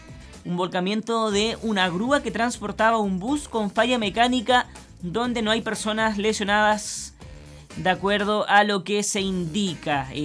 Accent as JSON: {"language": "Spanish", "country": "Chile"}